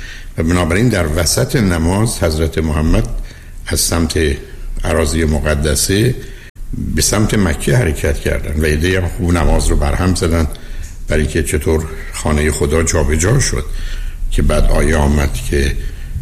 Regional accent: Iran; به عنوان یه ایرانی عرض میکنم

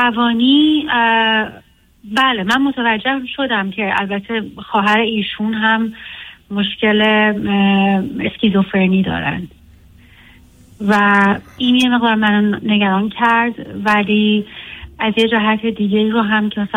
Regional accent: Iran; یه مقدار جامعه‌ای که من توش بزرگ شده بودم، خب من توی ایران بزرگ شدم

